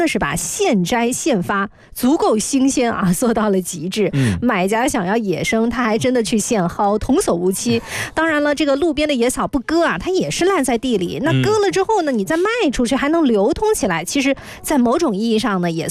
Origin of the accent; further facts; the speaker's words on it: Shandong, China; moved away; 在山东那边啊，我老家这边